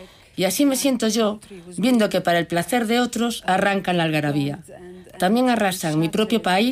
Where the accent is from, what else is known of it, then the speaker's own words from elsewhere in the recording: Lebanon; y puedo decir, justamente yo que vengo del Líbano, me siento más o menos como mi personaje en la obra. En el Líbano nos bombardean